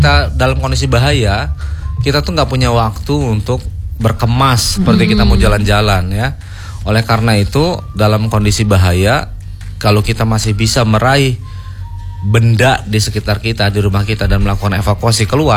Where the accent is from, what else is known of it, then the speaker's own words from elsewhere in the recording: Bandar Lampung, Lampung, Indonesia; Walaupun saya orang Bandar Lampung